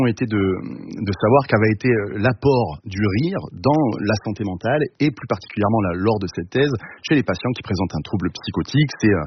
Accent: Angoisse, Nouvelle-Aquitaine, France; Ouais, j'ai grandi à Angoisse, ouais, tout à fait.

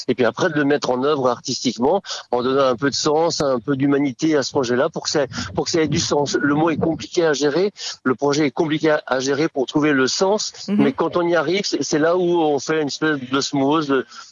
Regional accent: Nouvelle-Aquitaine, France; il était clarinettiste des balles et banquets chez nous dans le Poitou

